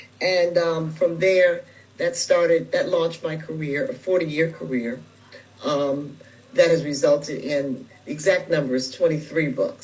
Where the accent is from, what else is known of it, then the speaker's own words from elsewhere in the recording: Washington, District of Columbia, United States; Well, I'm a D.C. native, D.C. homegirl, and I grew up in Columbia Heights.